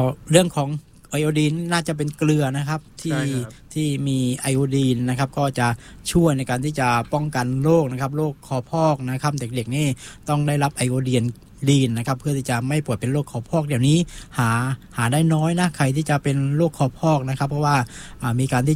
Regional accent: Southern Thailand, Thailand; accent: Southern Thai; บ้านเรานี่เรียกฉางข้าวนะภาษาใต้เรียกฉางนะครับ

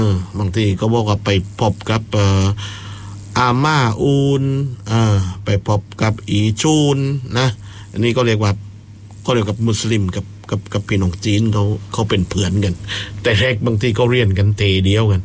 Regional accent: Phuket, Thailand

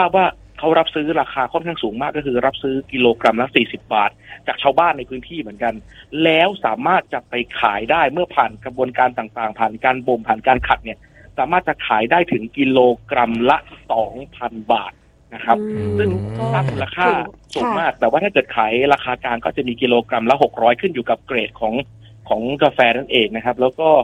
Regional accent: Na Mom, Songkhla, Thailand; ผมเองเนี่ยเป็นคนสงขลาเป็นคนอำเภอนาหม่อม

